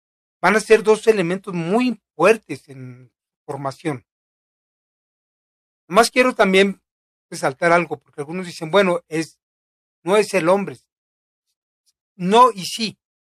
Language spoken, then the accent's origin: Spanish; Mexico; Y yo creo que esto es lo que nos caracteriza a muchos mexicanos. Tenemos mucho orgullo, tenemos una gran conciencia de dónde veni